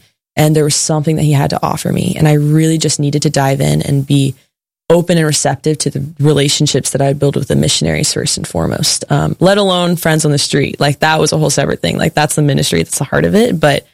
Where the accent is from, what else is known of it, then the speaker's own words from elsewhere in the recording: College Station, Texas, United States; born and raised in College Station, and I've been a friend of Red Sea Catholic Radio ever since I was little.